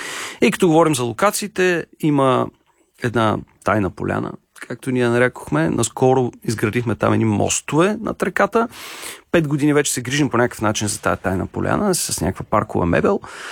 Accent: Stara Zagora, Stara Zagora Province, Bulgaria; born there; now in Sofia, Bulgaria; роден съм в Стара Загора и гледам да не губя връзката с града.

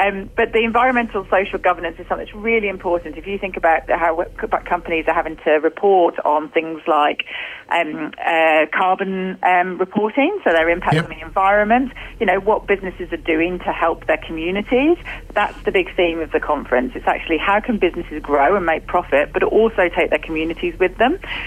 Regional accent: England, United Kingdom; now in Tasmania, Australia; I'm not allowed to say that being English, am I?

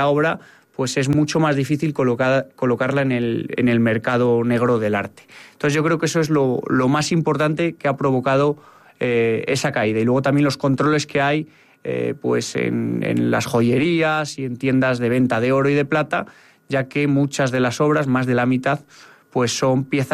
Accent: Villalpando, Castile and León, Spain; Yo vengo de Villalpando

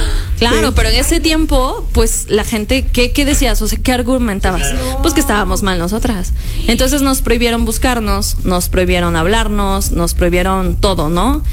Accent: Ángel R. Cabada, Veracruz, Mexico

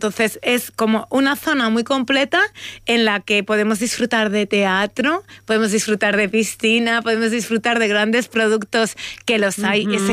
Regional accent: Ciudad Real, Castilla-La Mancha, Spain; los que somos de Ciudad Real

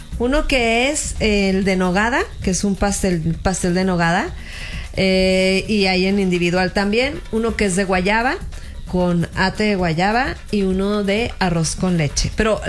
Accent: Mexico; los mexicanos tenemos muy buen sentido del humor, por ejemplo.

